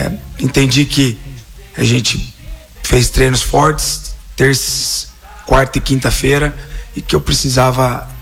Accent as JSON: {"language": "Portuguese", "town": "Campinas", "region": "São Paulo", "country": "Brazil", "moved": "yes", "lives_now": "Goiânia, Brazil", "said": "Eu sou de Campinas"}